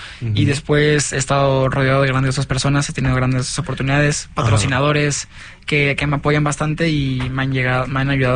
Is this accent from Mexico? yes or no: yes; Monterrey, Nuevo León, Mexico; now in Valencia, Spain; Sí, yo nací en Monterrey, mi familia sigue viviendo en Monterrey, entonces esa